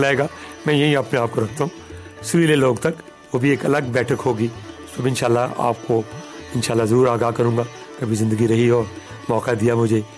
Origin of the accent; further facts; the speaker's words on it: Lahore, Punjab, Pakistan; ہم جو درون لاہور کے رہنے والے ہیں